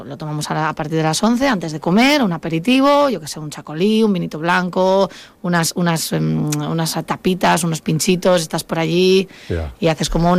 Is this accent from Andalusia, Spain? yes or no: no; Barakaldo, Basque Country, Spain; moved away; De Bilbao, más concretamente soy de Baracaldo. Entonces, bueno, yo nací por allí y ahí me crié.